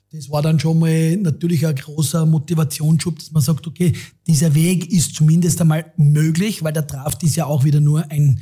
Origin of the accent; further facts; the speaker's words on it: Kapfenberg, Styria, Austria; Ich bin ja in Kapfenberg groß geworden, in der Steiermark, habe dort Fußball und Eishockey praktiziert